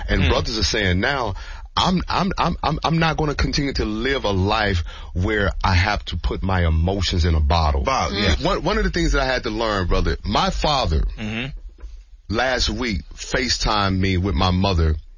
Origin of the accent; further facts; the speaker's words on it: Mississippi, United States; JJ, you know we're from, you know we're from Mississippi, JJ.